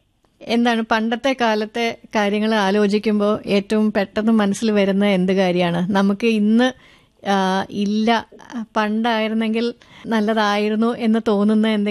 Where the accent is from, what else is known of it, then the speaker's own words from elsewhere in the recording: Kerala, India; born there; എന്റെ നാടും അതിനടുത്ത് തന്നെയാണ്.